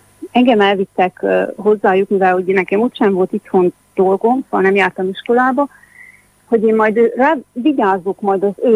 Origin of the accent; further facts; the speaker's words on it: Madéfalva, Harghita, Romania; also born or lived in Gyimes / Tusnád; hónapos voltam, amikor 86 elején kiköltöztünk Madéfalvára. Én Madéfalván éltem, ott nőttem fel, és volt egy szakasz, egy 3 év az életemből, amikor Nagy Tusnádon éltem, a nagylány testvéremnél, és utána vissza Madéfalvára, és aztán ott cseperedtem fel.